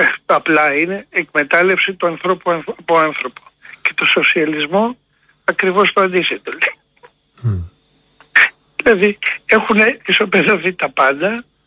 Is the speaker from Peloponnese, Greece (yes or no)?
no; Athens, Attica, Greece; born there; Όχι, εγώ έχω γεννηθεί στην Αθήνα.